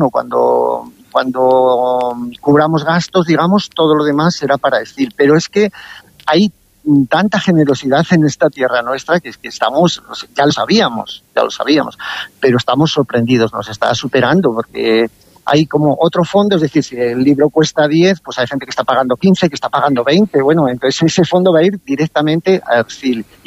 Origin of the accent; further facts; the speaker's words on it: Castile and León, Spain; El sábado estamos en mi pueblo natal, en Muñoz Ancho